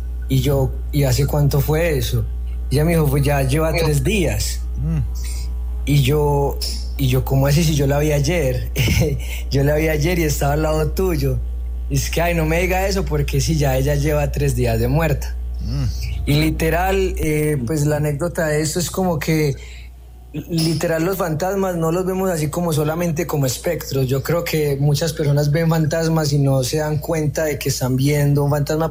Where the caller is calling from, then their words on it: Medellín, Antioquia, Colombia; yo vivo pues en un barrio de aquí en Medellín, se llama Aranjuez.